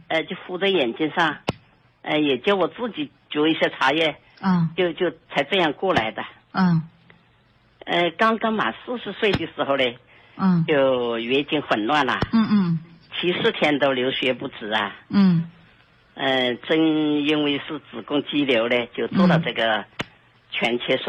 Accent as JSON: {"language": "Chinese", "town": "Xiangtan", "region": "Hunan", "country": "China", "tie": "born or raised there"}